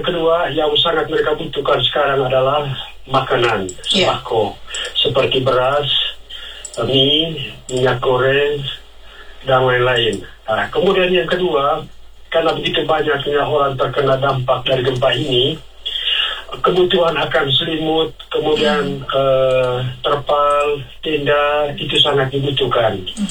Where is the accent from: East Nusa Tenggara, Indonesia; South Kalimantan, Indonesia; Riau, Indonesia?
East Nusa Tenggara, Indonesia; Manggarai; now in Jakarta, Indonesia; saya kan orang Manggarai juga, tapi lama di Jakarta.